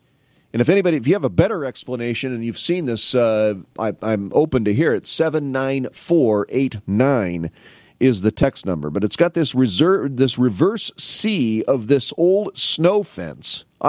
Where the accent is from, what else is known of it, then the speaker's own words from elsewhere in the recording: Canton, United States; I remember growing up in Canton along Ash Street